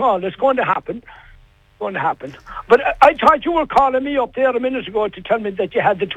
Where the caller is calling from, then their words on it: Charlestown, Connacht, Ireland; I am from Carlistown